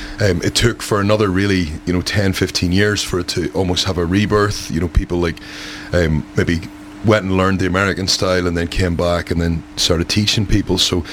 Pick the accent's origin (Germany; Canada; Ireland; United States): Ireland; Nikki's Scottish, I'm Irish